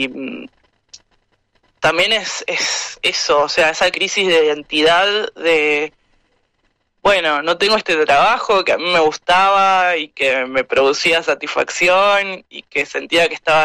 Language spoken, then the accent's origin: Spanish; Chubut, Argentina; now in Bariloche, Argentina; No, yo soy de Chubut.